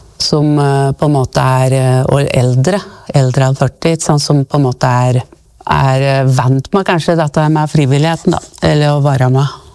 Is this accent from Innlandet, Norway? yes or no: yes; Reinsvoll, Innlandet, Norway; jeg husker jo når jeg vokste opp her på Reinsvoll, alt var jo frivillig.